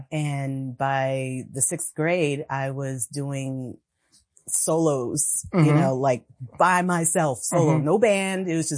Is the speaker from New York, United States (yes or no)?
yes; Mount Vernon, New York, United States; there was a parade that went through the town where I grew up. I grew up in Mount Vernon, New York.